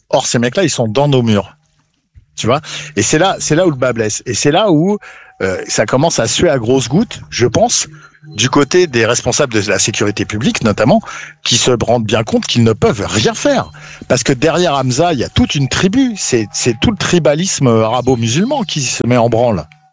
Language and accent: French; Paris, Île-de-France, France; Tu vois, je suis parisien.